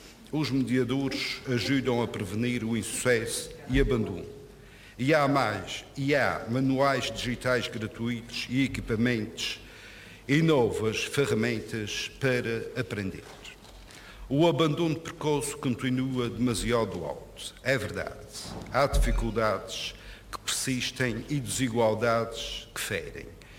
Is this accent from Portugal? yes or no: yes; Corvo, Azores, Portugal; Cresci no Corvo, sei o tamanho da ilha.